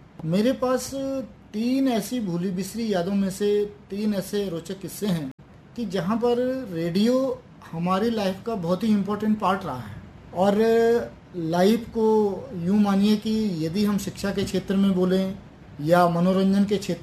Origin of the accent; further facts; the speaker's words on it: Tehri, Uttarakhand, India; हम लोग उत्तराखंड के मैं टेहरी से बिलोंग करता हूँ तो गढ़वाल के रहने वाले हैं